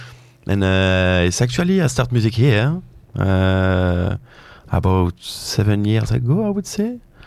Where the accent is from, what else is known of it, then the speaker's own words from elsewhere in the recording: Belgium; accent: French; moved away; I'm from Belgium